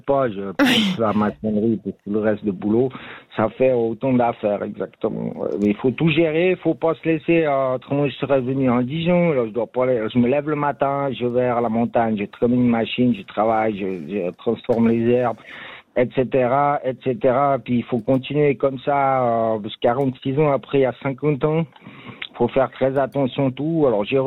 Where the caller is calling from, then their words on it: Switzerland; Moi, je suis suisse depuis 600 ans, je ne suis pas trop étrange dans la région.